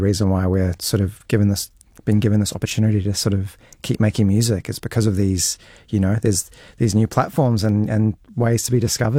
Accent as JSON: {"language": "English", "region": "Auckland", "country": "New Zealand", "tie": "born or raised there", "also_born_or_lived": "Melbourne, Australia", "moved": "as an adult", "lives_now": "Warkworth, New Zealand", "said": "So I grew up here. I grew up on the North Shore. Mm-hmm. And when I finished high school, I moved to Melbourne. So that was about 2005. And I never would have thought that I would come back. But I've ended up in Warkworth."}